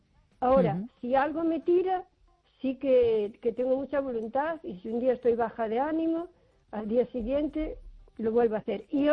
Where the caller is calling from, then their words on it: Carballiño, Galicia, Spain; de Carballiño